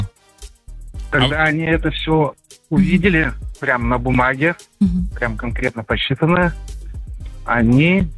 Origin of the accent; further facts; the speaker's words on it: Yoshkar-Ola, Mari El, Russia; Я из Йошкар-Олы, получается, у нас немножко тупиковый город.